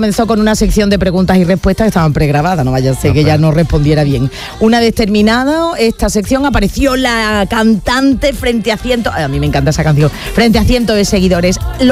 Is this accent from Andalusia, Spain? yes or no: yes; Cádiz, Andalusia, Spain; La sustifija y encima aquí la única gaditana cañadilla soy yo.